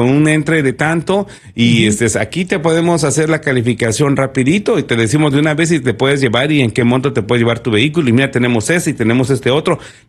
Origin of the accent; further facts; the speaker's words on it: Oaxaca, Mexico; moved away; me recuerda a mi tierra, por eso me recuerda a Oaxaca